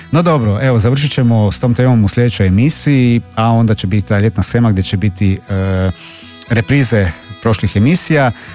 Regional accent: Croatia; accent: Kajkavian; Dakle, kajkavski isto unutar sebe ima određena narječa, najdrastičnija razlika je onaj bednjanski jezik, koji čak i mi kajkavci smo teško razumjeli dok nismo skužili kako oni promijene riječ da bi drugačije zvučala

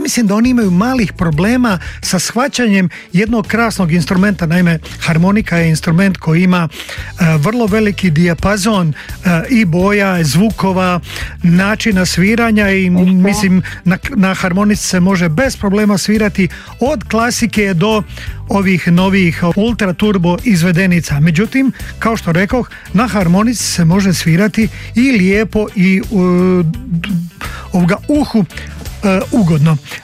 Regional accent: Bosnian Posavina, Bosnia & Herzegovina; kako ja potječem iz Bosanske Posavine, meni je srce odmah naraslo ko tepsija

